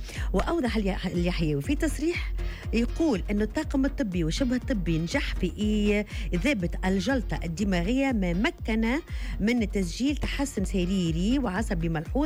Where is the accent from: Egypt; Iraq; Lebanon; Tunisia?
Tunisia